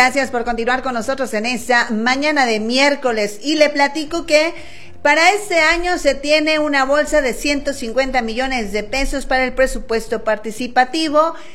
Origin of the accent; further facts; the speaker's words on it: Mexico; nos haríamos como mexicanos